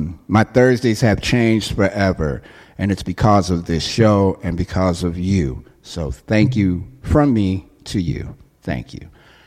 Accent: Chicago, Illinois, United States; I am very grateful and very, very happy to be able to serve my friends here in my hometown in the city of Chicago.

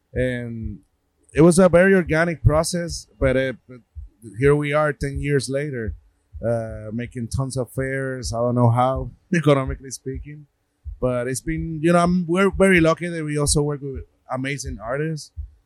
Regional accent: Puerto Rico; accent: Puerto Rican; you know, my Puerto Rican accent, which I'm very proud of.

